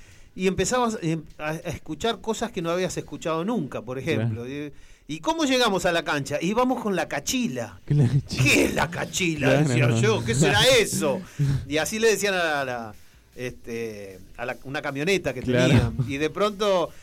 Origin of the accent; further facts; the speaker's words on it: Durazno, Uruguay; Y uno de ellos había nacido en Durazno. Yo soy de Durazno.